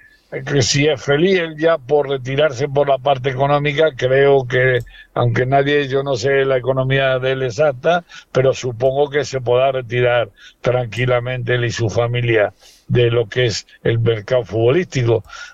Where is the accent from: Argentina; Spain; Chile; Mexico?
Spain; Ahora, si los que vivimos aquí somos españoles, siempre estamos pensando que estamos en riesgo de que esto se viva peor.